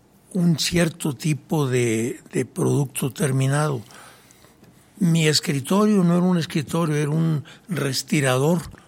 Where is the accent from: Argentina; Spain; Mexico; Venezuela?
Mexico; Ojo Caliente, Zacatecas; born or raised there